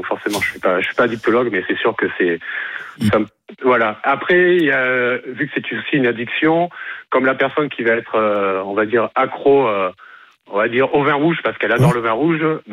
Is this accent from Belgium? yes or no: no; France; J'ai grandi en France, j'étais à l'école en France, j'ai grandi en France